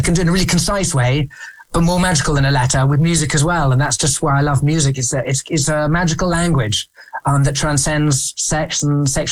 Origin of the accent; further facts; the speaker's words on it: England, United Kingdom; as English men in boarding school